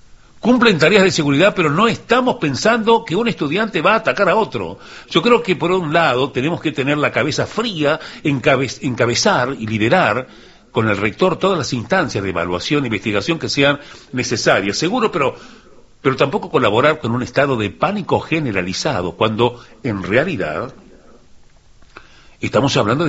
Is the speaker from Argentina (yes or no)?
no; Uruguay; en este que es mi país, que quiero, que nací, que crecí, que me eduqué, que me formé como hombre, como profesional.